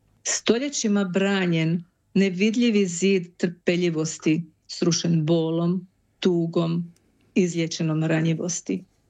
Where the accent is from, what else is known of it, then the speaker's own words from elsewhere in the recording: Croatia; now in Vienna, Austria; ja sam iz Hrvatske, ja sam sa djetetom, sa kćerkom sam pričala samo engleski na ulici.